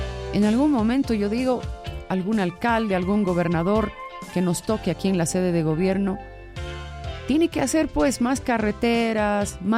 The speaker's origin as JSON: {"language": "Spanish", "country": "Bolivia", "said": "Somos el centro de Sudamérica y somos uno de los países menos desarrollados de la región."}